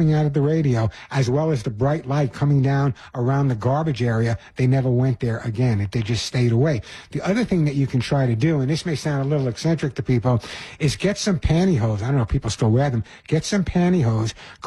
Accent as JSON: {"language": "English", "region": "New York", "country": "United States", "said": "Oh, I'm such a New Yorker. I'm such a New Yorker."}